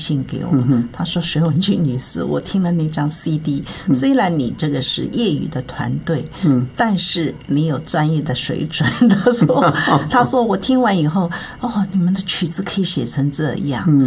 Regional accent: Shanghai, China; moved away as an adult; also born or lived in Hong Kong; now in Taiwan; 我在上海长大

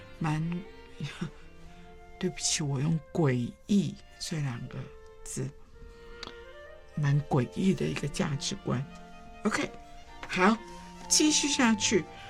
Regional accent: China; 我是华人，我是中国人，对，所以 我觉得真的就是没有办法，其实很多西方的那个开放的程度哈，我个人不是很能接受，坦白说。

